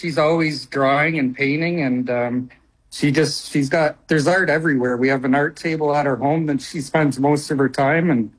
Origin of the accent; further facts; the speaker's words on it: Clinton, Ontario, Canada; also born or lived in Toronto; I grew up in Clinton, Ontario, and we were living in Toronto